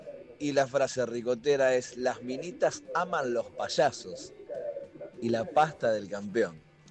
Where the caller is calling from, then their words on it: Bernal, Buenos Aires Province, Argentina; Buenos días … de Bernal